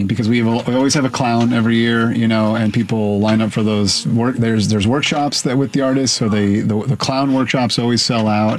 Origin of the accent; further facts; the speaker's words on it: Highland Park, Illinois, United States; I grew up in the suburbs. I grew up in Highland Park.